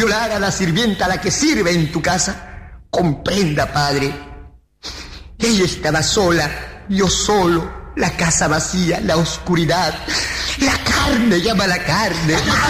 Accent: Amazonas, Peru; now in Lima, Peru; Yo recuerdo que hace 2 años llegué a la capital, vine de mi tierra de Amazonas

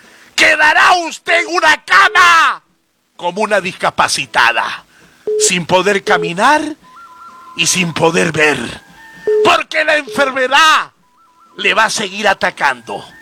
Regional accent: Mexico; dime que soy un fanfarrón, un mexicano mentiroso

